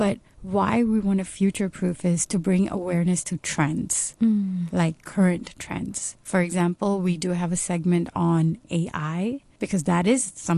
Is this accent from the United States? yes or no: no; Hong Kong; I think growing up in Hong Kong myself, I've had feelings of loneliness where I don't feel understood. I speak Cantonese. I speak Punjabi as well.